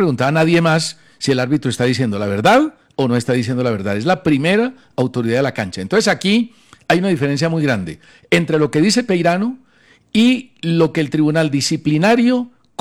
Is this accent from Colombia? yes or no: yes; Colombia; Steven, porque somos colombianos.